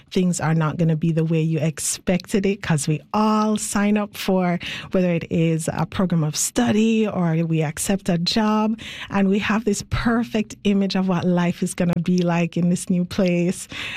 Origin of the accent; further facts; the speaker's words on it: Jamaica; Just recently, I felt that way when Hurricane Melissa just trampled a third of my home country, Jamaica, at least my first home.